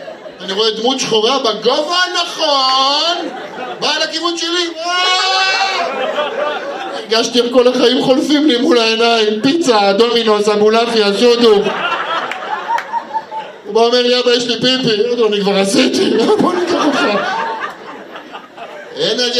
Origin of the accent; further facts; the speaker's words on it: Ramla, Central District, Israel; אני במקור גדלתי ברמלה